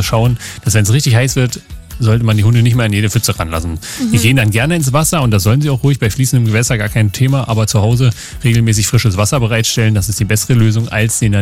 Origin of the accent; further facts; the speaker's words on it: Burg, Germany; ich komme ja aus Burg und da ist ja auch viel Tourismusverkehr und da sind auch viele Touristen mit Hund